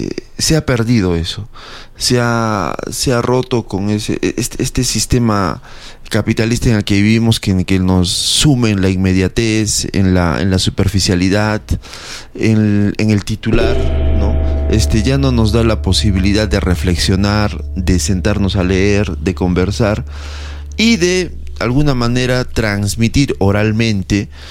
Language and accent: Spanish; Arequipa, Peru; cuando, por ejemplo, hablamos de fiestas de Arequipa, somos hijos del Misti